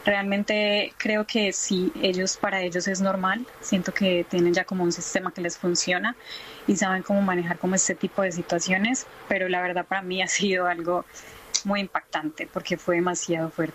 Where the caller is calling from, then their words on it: Medellín, Antioquia, Colombia; Yo vivo en Medellín.